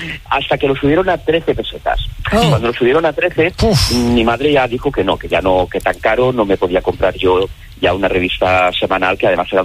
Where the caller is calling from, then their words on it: Valencia, Valencian Community, Spain; Yo ahora vivo en Valencia, vivo en Valencia, en el barrio del Carmen, el centro histórico de la ciudad.